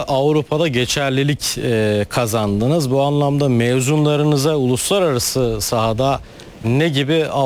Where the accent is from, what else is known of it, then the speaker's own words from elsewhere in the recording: Adana, Turkey; bir Adanalı olarak Adana'nın ne kadar zengin bir mutfağa sahip olduğunu çok iyi biliyorum.